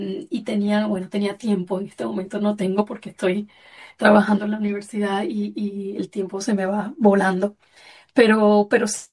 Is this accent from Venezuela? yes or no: yes; Venezuela; moved away; somos venezolanas todas en el exilio